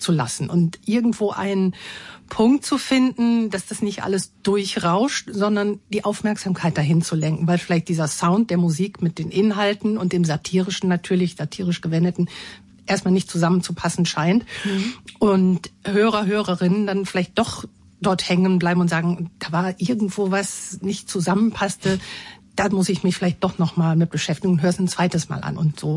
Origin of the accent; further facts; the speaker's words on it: West Germany, Germany; ich komme aus dem Westen und habe diese Assoziation zunächst nicht so gehabt.